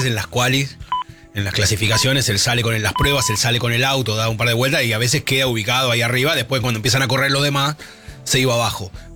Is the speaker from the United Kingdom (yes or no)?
no; Argentina